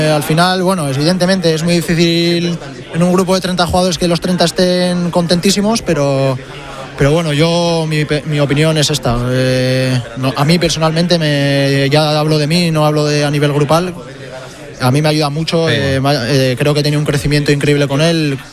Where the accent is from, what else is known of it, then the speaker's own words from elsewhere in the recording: Basque Country, Spain; Soy vasco, sabes que soy vasco.